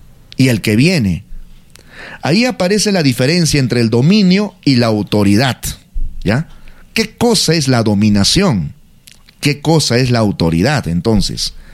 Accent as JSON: {"language": "Spanish", "country": "Peru"}